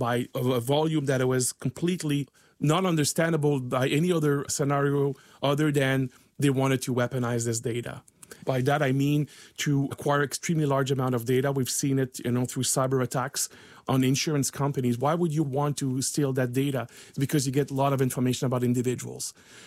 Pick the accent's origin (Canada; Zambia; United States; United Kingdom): Canada; Well, as a Canadian, I take offense when, you know